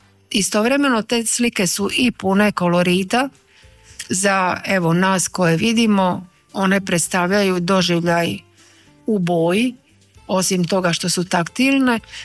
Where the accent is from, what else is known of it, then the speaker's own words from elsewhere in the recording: Split, Split-Dalmatia County, Croatia; pošto sam ja dijete Dalmacije, moji roditelji su otočani, ja sam rođena u Splitu